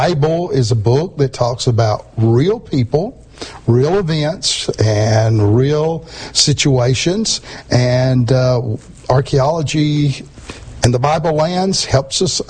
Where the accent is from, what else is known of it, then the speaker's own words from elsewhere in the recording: Georgia, United States; I know when I was a kid growing up in North Georgia, I used to love to dig things up in the yard.